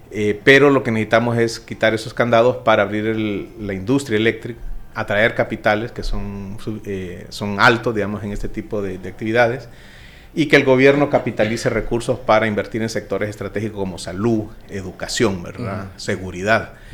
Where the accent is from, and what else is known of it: Honduras